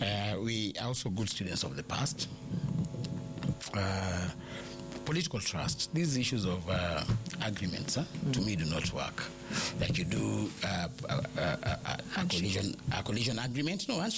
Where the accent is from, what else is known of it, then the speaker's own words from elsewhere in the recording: Kakamega, Kakamega County, Kenya; born there; I was born in Kakamega.